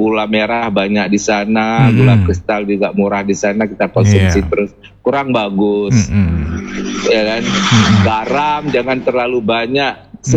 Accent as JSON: {"language": "Indonesian", "town": "Lampahan", "region": "Aceh", "country": "Indonesia", "said": "Toh saya kan pulang kampung ya kan. Betul. Kan saya dari Lampahan."}